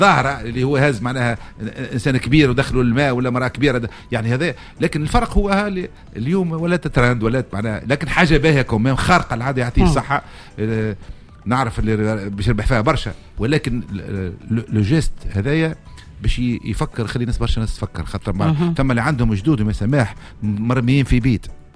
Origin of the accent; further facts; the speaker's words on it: Gafsa, Gafsa Governorate, Tunisia; accent: Gafsi; وفخر اني من قفصة ونتكلم باللغة هذه.